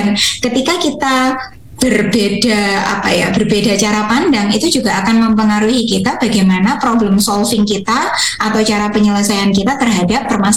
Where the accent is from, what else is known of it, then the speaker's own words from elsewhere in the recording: Java, Indonesia; kebetulan kan saya orang Jawa